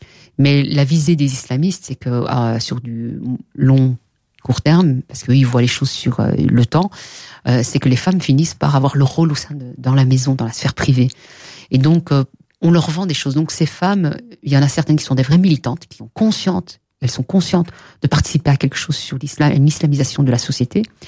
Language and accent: French; Belgium; chez nous en Belgique